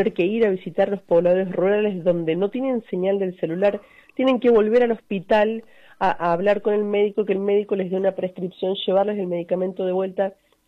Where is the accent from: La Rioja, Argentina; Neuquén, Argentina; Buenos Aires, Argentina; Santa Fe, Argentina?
Neuquén, Argentina; somos todos los neuquinos